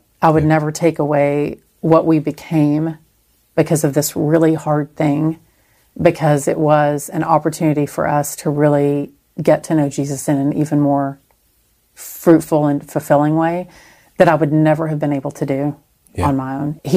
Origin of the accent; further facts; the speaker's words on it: Texas, United States; So I'm Texan.